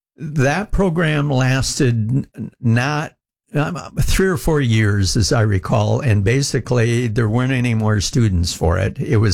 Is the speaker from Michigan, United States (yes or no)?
yes; Michigan, United States; Growing up, I grew up in Michigan